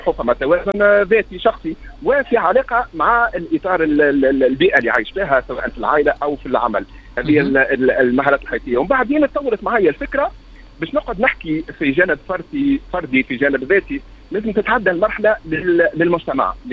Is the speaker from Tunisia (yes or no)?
yes; Tunisia; بلادنا تونس الغاليه علينا